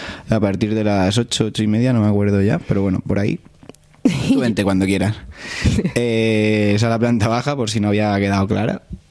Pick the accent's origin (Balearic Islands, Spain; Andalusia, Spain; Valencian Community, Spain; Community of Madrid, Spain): Community of Madrid, Spain; Madrid; born there; Yo, mi secreto es que yo nací en Madrid, pero reniego de ello.